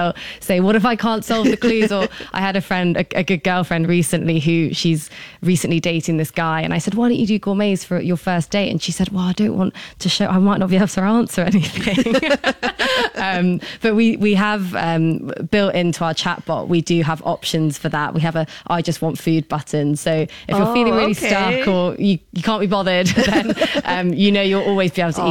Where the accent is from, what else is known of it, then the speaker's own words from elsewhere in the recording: London, United Kingdom; moved away as an adult; now in Singapore; I'm half Singaporean. Uh-huh. My mother's from Singapore, and I was born and raised in London.